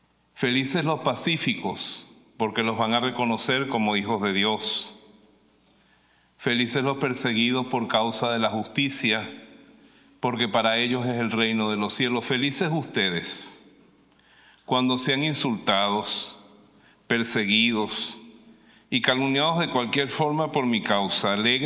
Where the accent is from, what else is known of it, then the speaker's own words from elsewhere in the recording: Venezuela; Yo soy de Venezuela. Estoy sustituyendo al padre por unos momentitos, pero no crean, él sigue aquí.